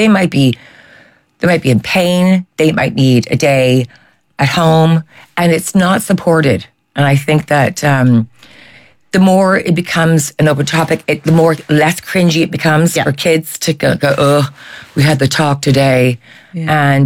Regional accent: Canada; now in Ireland; I'm obviously not Irish, I'm Canadian, but moving over here

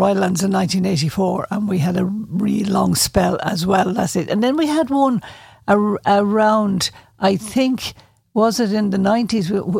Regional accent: Arthurstown, County Wexford, Ireland; You see, I am below from Arthurstown, technically. I'm just off the ferry, Ballyhack, and then over the road I'm there.

